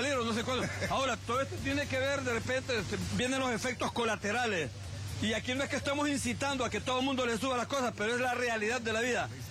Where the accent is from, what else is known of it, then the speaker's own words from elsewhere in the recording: Minas de Oro, Comayagua, Honduras; moved away; en mi pueblo, Minas de Oro, Comayagua, muy pegado a la libertad, Comayagua